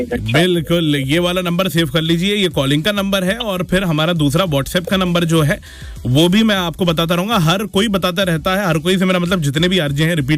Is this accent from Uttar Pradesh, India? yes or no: yes; Aligarh, Uttar Pradesh, India; वैसे तो अलीगढ़ से हूँ और अलीगढ़ से खूनी रिश्ता है ऐसा कह सकते हैं आप